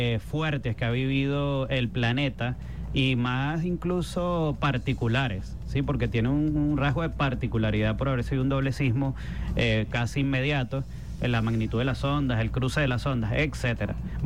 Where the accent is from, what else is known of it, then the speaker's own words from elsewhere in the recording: Venezuela; yo tengo que usar la lógica